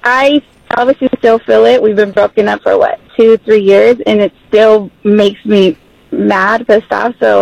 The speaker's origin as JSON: {"language": "English", "town": "Los Angeles", "region": "California", "country": "United States", "tie": "born there", "said": "I was born in White Memorial Hospital, Boyle Heights"}